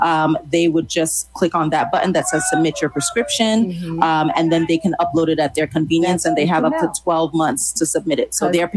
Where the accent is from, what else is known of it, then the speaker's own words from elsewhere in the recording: New York, United States; now in College Park, United States; I'm originally from, so my parents are from Haiti. I'm born and raised in New York State. Shout out to the Knicks. And I am now located in College Park, Maryland.